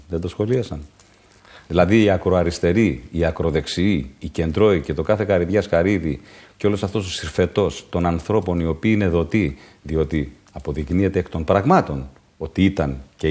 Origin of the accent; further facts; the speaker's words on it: Greece; Είμαι ένας Έλληνας